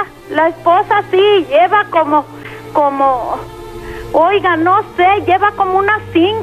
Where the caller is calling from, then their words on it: Ameca, Jalisco, Mexico; Ameca, Jalisco.